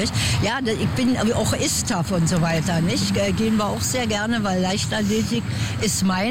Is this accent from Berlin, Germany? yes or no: yes; Berlin, Germany; Und ich bin eigentlich in Charlottenburg aufgewachsen.